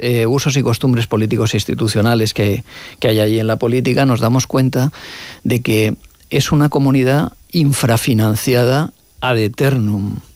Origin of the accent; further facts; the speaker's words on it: Alicante, Valencian Community, Spain; Y soy alicantino, o sea, valenciano.